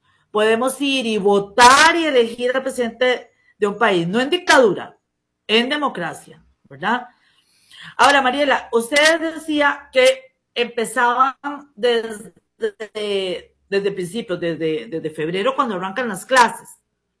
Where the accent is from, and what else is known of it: Costa Rica; also born or lived in Barcelona